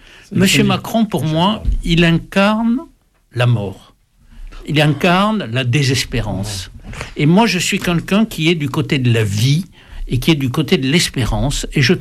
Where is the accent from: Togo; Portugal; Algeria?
Algeria; now in France; on est quand même parti en 62, hein, ça fait maintenant donc plus de 64 ans qu'on est parti d'Algérie